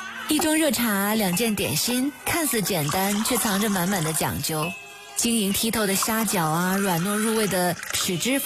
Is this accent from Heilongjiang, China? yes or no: yes; Harbin, Heilongjiang, China; 作为一个哈尔滨人，打小就偏爱东北菜，